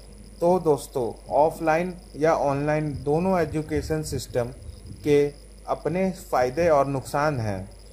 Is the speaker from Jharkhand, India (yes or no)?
yes; Baridih, Jharkhand, India; और मैं बारीडी का रहने वाला हूँ।